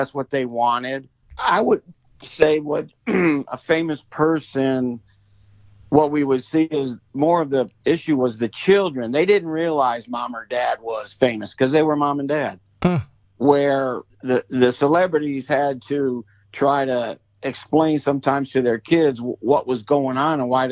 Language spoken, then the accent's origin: English; Kalamazoo, Michigan, United States; I was raised in the Kalamazoo, Michigan area, and my parents used to come out to the Las Vegas in the wintertime, and we'd be getting Midwest, right, ice and snow and freezing.